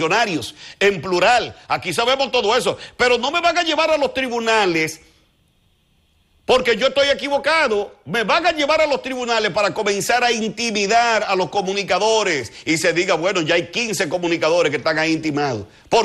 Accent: Dominican Republic; como medio de comunicación y como ciudadano dominicano

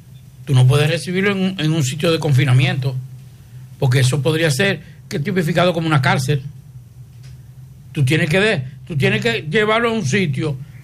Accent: Dominican Republic; somos los dominicanos

